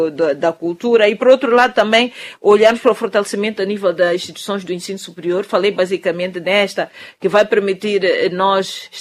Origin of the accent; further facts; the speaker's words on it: Mozambique; Nós temos que garantir a qualidade como moçambicanos